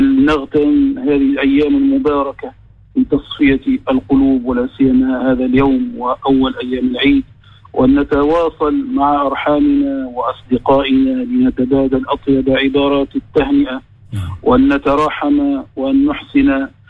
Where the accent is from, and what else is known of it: Tunisia